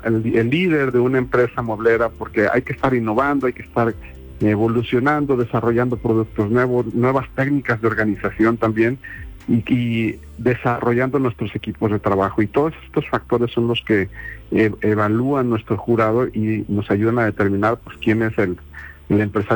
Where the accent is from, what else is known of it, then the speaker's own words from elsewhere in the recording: Mexico; si nosotros como mexicanos nos apoyamos, vamos a llegar más lejos.